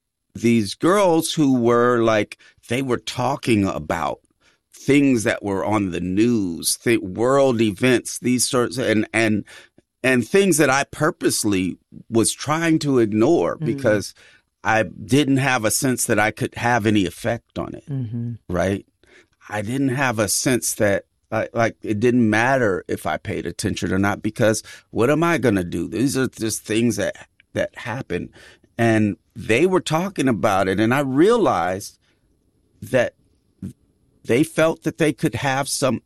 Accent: California, United States

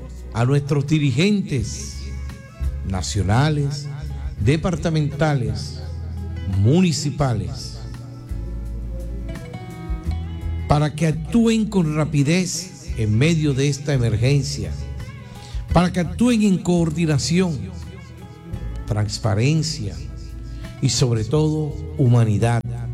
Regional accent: Colombia; Somos colombianos, somos un pueblo trabajador, valiente, solidario, resiliente.

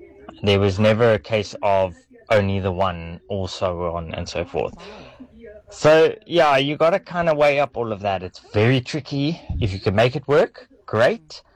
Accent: Cape Town, Western Cape, South Africa; I came from Cape Town.

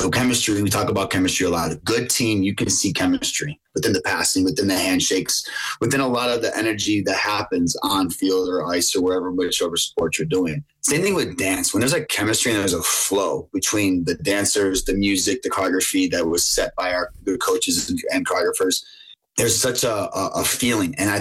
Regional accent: Buffalo, New York, United States; growing up in Buffalo, I was more geared towards the East Coast sports

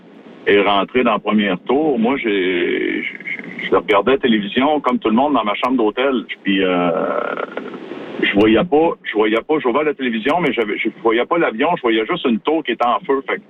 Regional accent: Sainte-Anne-de-la-Pérade, Quebec, Canada; je viens de Saint-Anne-de-la-Pérade, un petit village. On est 1500 personnes dans le village

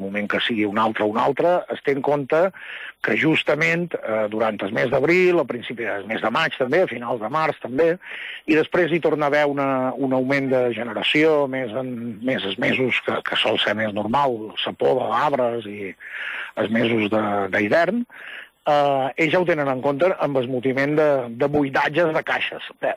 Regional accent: Menorca, Balearic Islands, Spain; estem a Menorca, tenim com a menorquins, jo crec que tots sabem i som conscients de que tenim que vivim un paradís

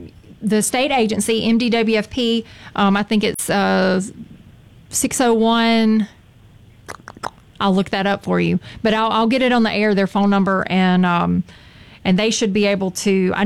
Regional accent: Mississippi, United States; Growing up in Mississippi, mm-hmm. You kind of just developed a love for snakes.

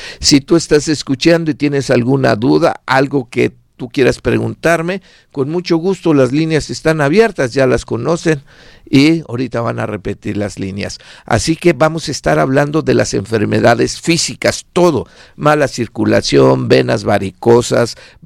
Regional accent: Mexico; now in United States; Soy de origen mexicano, pero tengo ya 32 años en Estados Unidos.

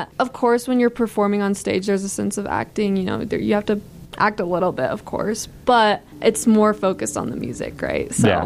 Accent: Logan, Utah, United States; So I'm from Logan, Utah. I've been playing guitar since I was about 12. Been singing about since I was 9.

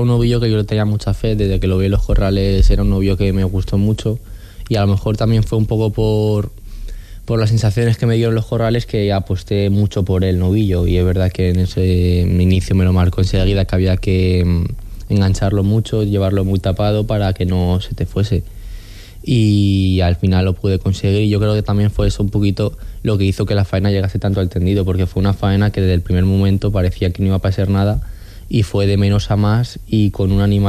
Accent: Valencian Community, Spain; aprovechando que soy valenciano

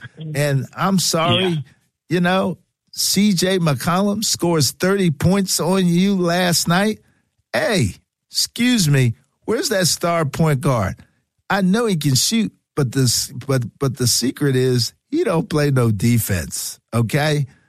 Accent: Philadelphia, Pennsylvania, United States; it's a Philly rugby team, I'm rooting for them. The Union, I'm rooting for them because they're from my hometown.

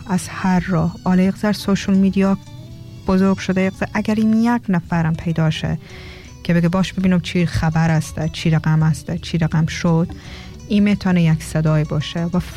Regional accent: Afghanistan; یک دفعه بیایم بگیم ما هم میگی از افغانستان هستیم

